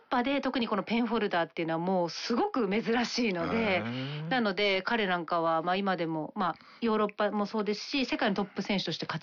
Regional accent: Kanuma, Tochigi, Japan; 本当に私のもう地元、もう地元、っていう感じですね。まあ、鹿沼市に、阿波野町ってとこなんですけど、鹿沼市に合併された、地域なんですけど、すみません、田舎なんです。田舎なんです。

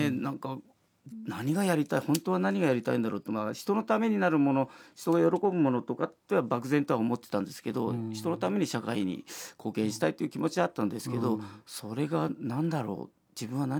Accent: Yamaguchi, Japan; moved away as an adult; now in Tokyo, Japan; それでまあ山口県出身なので

